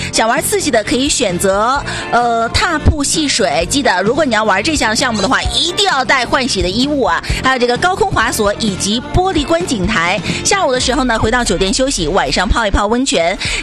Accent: Northeast China, China; 我们东北人也愿意往这个海南那边去。

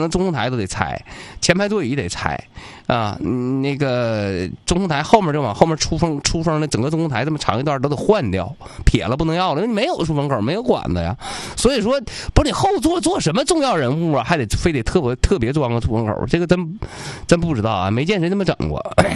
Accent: Northeast China, China; accent: Northeastern Mandarin (Dongbei dialect); 咱们东北话讲有的时候说话特别有力气

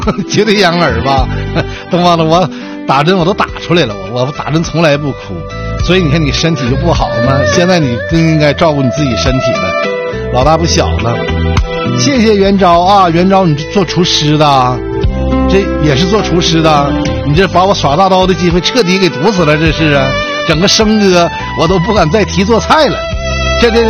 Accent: China; 我们中国人

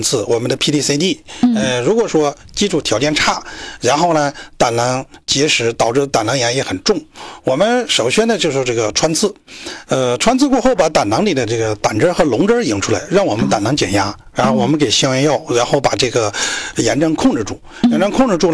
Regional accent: southern China, China; now in Northeast China; 我是南方人啊，

